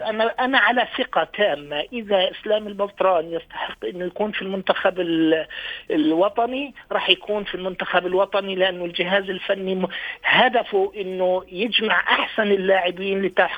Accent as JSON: {"language": "Arabic", "country": "Palestine", "said": "وفخر لإنا كفلسطينيين"}